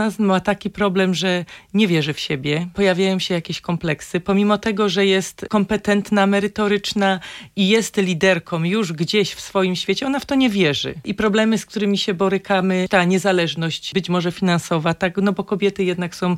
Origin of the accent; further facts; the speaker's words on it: Silesian Voivodeship, Poland; Czas, w którym teraz jesteśmy, my jako Ślązacy, jako nasz region, jest bardzo trudny.